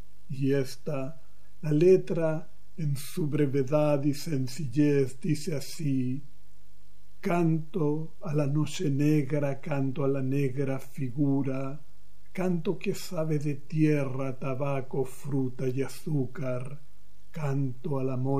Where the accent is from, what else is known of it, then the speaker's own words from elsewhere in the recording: Chile; now in Europe; soy chileno y vivo en Europa desde hace muchos años.